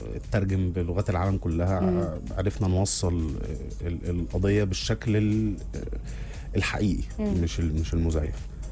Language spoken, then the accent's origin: Arabic; Egypt; احنا عندنا في مصر هنا لون الطوب احمر